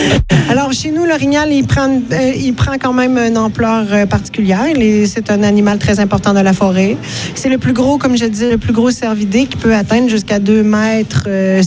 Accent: Quebec, Canada; Bien sûr, du Québec.

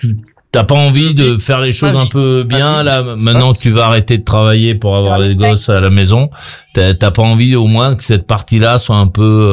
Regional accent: France; chez nous en France

